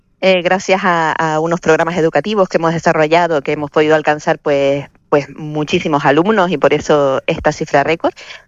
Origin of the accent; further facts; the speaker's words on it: Canary Islands, Spain; siendo nosotros canarios, ¿verdad?, y viviendo en la costa, en la playita